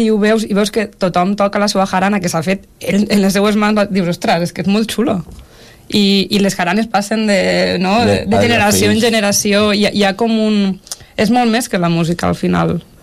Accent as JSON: {"language": "Catalan", "region": "Catalonia", "country": "Spain", "said": "jo soc ebrenca"}